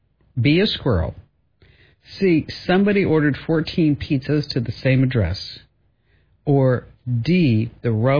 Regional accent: New Jersey, United States; accent: New Jersey; That's my New Jersey accent coming out.

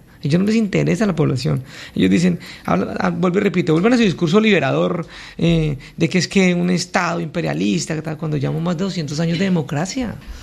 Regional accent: Bogotá, Colombia; accent: rolo; soy de Bogotá y a veces se me sale ese, el dialecto rolo.

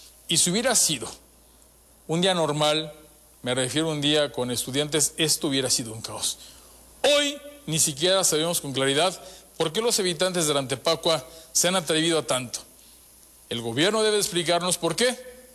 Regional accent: Morelia, Michoacán, Mexico; Nos llena de orgullo ser habitantes de Morelia.

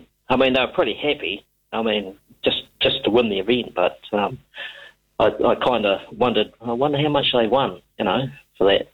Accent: North Island, New Zealand; I've actually never surfed in the North Island, believe it or not, even though I come from the North Island.

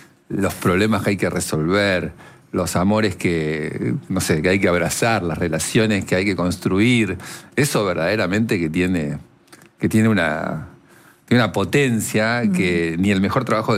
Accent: Argentina; soy el argentino verdaderamente el que menos le interesa el Mundial

